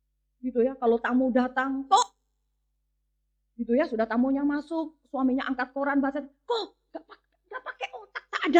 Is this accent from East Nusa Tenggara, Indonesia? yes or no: yes; Soe, East Nusa Tenggara, Indonesia; also born or lived in Kupang; Padahal daerah saya tuh daerah dingin. Saya orang Kupang, saya orang Soe gitu ya. Soe dingin saudara.